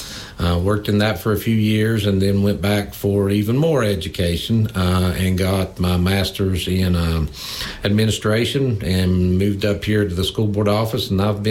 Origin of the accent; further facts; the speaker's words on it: United States; I grew up here in Smith County. I've lived here pretty much all my life. I have went to Chilhowee Elementary School, then attended a year at the old high school back in the day when seventh grade was there, then moved on to Chilhowee High School, graduated